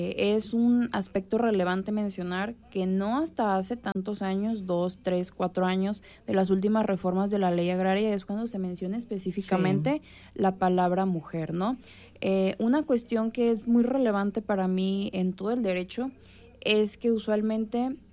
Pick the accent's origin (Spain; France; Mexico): Mexico; nosotras las que estamos aquí podemos decir que somos personas, que somos seres humanos, que somos mexicanos.